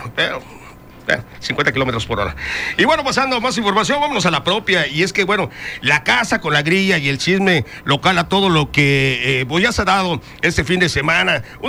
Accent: Mexico

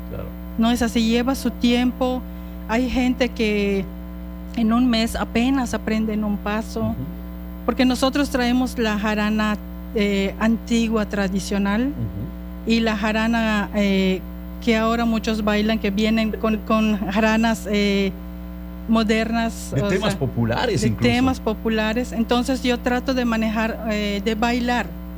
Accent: Tizimín, Yucatán, Mexico; now in Cozumel, Mexico; Yo vengo de la ciudad de Reyes Tizimín, Yucatán.

